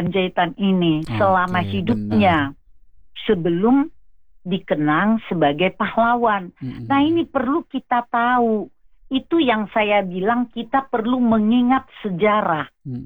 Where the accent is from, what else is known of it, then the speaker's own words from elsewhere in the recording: Balige, North Sumatra, Indonesia; Balige, di kampungku juga nih.